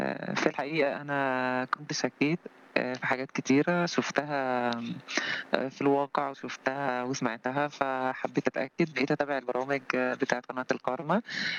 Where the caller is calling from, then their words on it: Egypt; من مصر، مسلمة سابقة